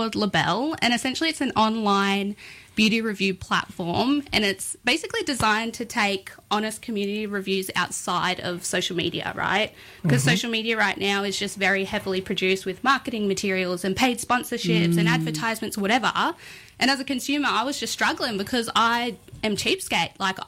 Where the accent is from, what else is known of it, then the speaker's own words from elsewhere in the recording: New South Wales, Australia; now in Ipswich, Australia; I'm a Yuin woman with connections to South Coast, New South Wales, but live in Ipswich on Yuggera Yuggera Ngunnawal land and have done so for many, many years now. So that kind of is second home.